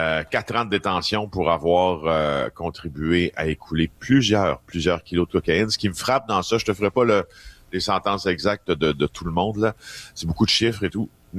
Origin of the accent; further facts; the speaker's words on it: Témiscamingue, Quebec, Canada; moi, je suis originaire de ce coin-là. Je suis originaire du Témiscamingue. C'est donc une région que je connais bien Val-d'Or. Je connais bien Rouyn, Lassard